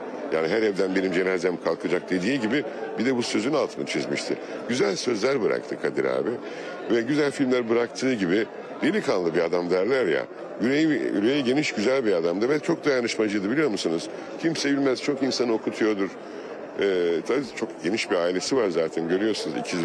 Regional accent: Adana, Turkey; Ben Adanalıyım.

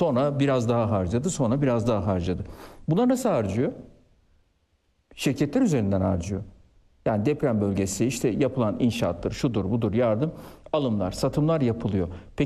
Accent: Mucur, Kırşehir, Turkey; moved away; memleketimdeki köfteciye, Mucur'da memleketimin adını da vereyim

